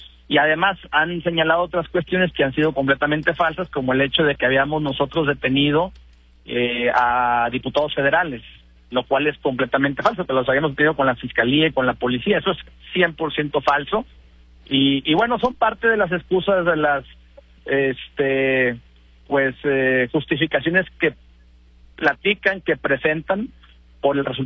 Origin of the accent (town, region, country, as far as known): Coahuila, Mexico